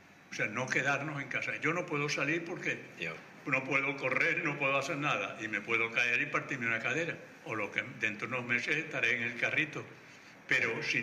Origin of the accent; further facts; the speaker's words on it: Spain; yo le contesté que, bueno, familia prácticamente no tengo, y mi tierra no, mi tierra es España.